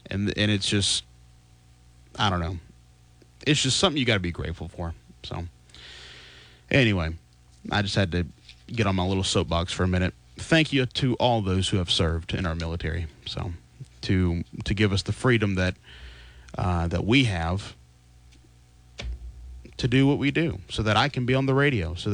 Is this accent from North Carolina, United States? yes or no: yes; Mount Airy, North Carolina, United States; I'm proud of where I come from. I come from Mount Airy, North Carolina. I come from Mayberry.